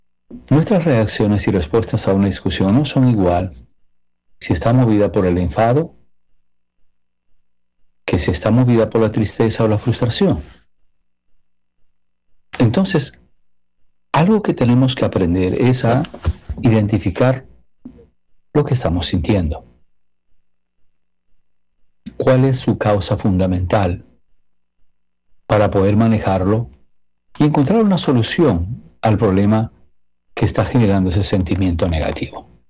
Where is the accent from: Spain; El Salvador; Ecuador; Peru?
Peru; En mi país, yo soy peruano